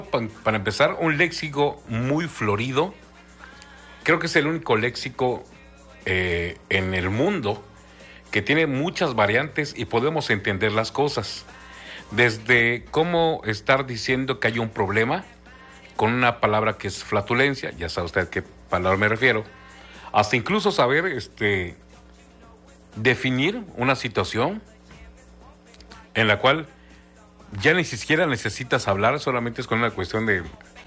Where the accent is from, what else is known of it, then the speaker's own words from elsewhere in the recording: Mexico; somos mexicanos